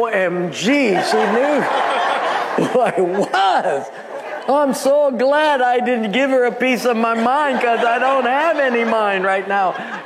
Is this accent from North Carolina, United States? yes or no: no; Honolulu, Hawaii, United States; I'm from Palolo.